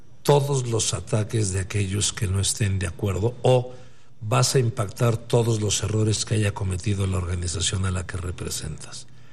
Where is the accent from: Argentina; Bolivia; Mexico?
Mexico; como mexicano, me siento denigrado